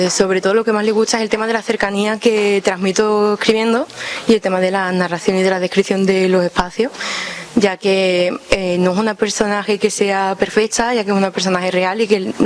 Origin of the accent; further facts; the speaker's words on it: San Roque, Andalusia, Spain; y muy contenta de estrenarme aquí en San Roque, en mi pueblo.